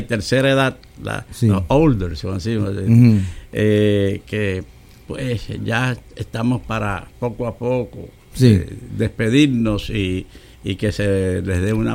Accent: Puerto Rico; en Puerto Rico decimos casa por casa.

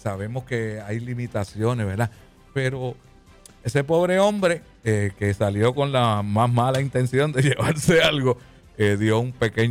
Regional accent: Río Grande, Puerto Rico; yo pues también me crié allí en Mameye, y le enviamos un saludo a toda esa gente buena de Río Grande.

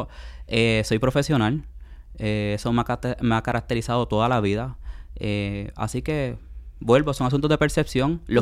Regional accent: Caguas, Puerto Rico; donde yo nací y me crié, fueron unas parcelas que entregó en Caguas, Puerto Rico, el único alcalde PNP que ha tenido Caguas, el señor Vivoni

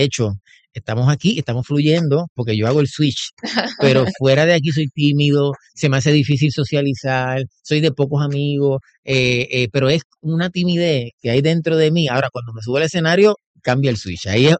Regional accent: Juncos, Puerto Rico; also born or lived in Caguas; pero nací en Caguas y luego paso a Juncos y ahí crecí, ahí me crié y actualmente vivo en Juncos.

